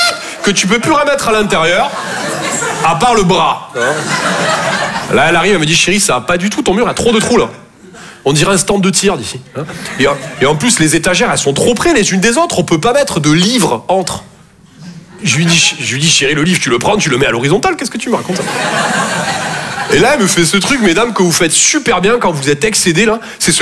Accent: Toulouse, Occitanie, France; moved away; Je viens de Toulouse, à la base. Ouais, ça s'entend un peu, ouais. Bah, mon accent, c'est vraiment comme mon sexe, je sors que quand je suis en confiance.

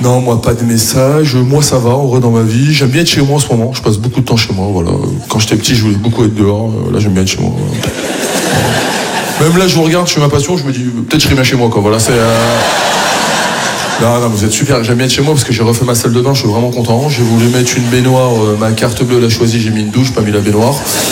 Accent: France; Non, je suis fier de mes origines et je suis fier d'être français, moi aussi.

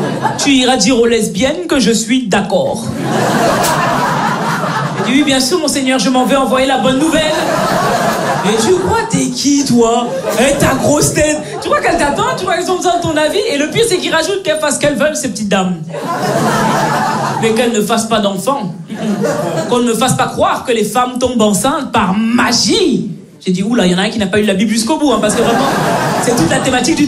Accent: Belgium; Moi je suis née et j'ai grandi en Belgique, mes parents sont nés, ils ont grandi au Cameroun.

